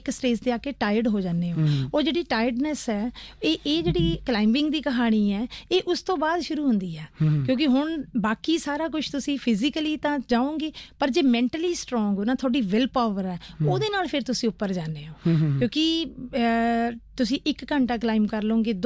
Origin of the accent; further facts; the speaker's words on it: Punjab, India; ਮੈਂ ਉੱਥੇ ਉਹੀ ਬੋਲ ਰਹੀ ਸੀ ਕਿ ਮੈਂ ਪੰਜਾਬ ਤੋਂ ਆਈ ਹਾਂ ਮੈਂ ਪੰਜਾਬ ਮੈਂ ਪੰਜਾਬੀਅਤ ਦੀ ਤੇ ਮੈਂ ਔਰਤਾਂ ਦੀ ਗੱਲ ਕੀਤੀ